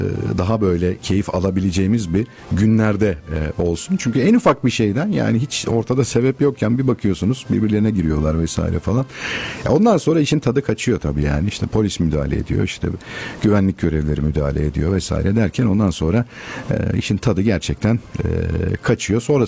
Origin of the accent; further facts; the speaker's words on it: İzmir, Turkey; Hani bir İzmirli olarak onu da söylüyorum.